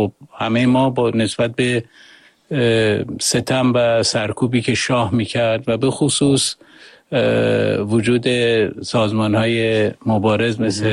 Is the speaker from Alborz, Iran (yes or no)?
no; Tehran, Tehran Province, Iran; moved away as an adult; also born or lived in Kermanshah; از بچگی ولی خانوادم اومدن تهران دیگه، در واقع از تهران بزرگ شدم، اونجا مدرسه و دبیرستان رفتم